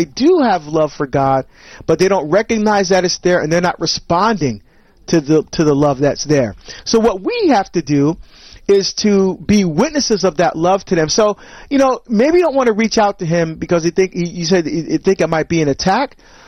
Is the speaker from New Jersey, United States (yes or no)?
yes; New Jersey, United States; Angela's calling from my home state of New Jersey.